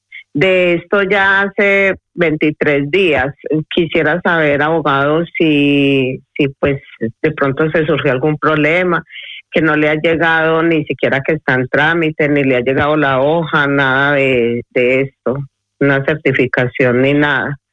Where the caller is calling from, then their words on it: Ávila, Castile and León, Spain; me comunico de Ávila.